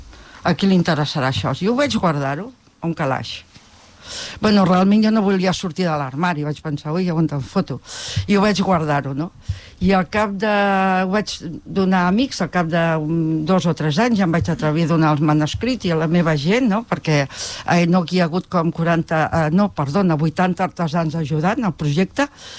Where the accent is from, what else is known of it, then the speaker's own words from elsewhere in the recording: Sant Sadurní d'Anoia, Catalonia, Spain; now in Castellví de Rosanes, Spain; Bueno, ara no, ara vinc a Castellví de Rosanes, però jo sóc filla de Sant Sadurní d'Anoia, del País del Cava. que també té molta personalitat.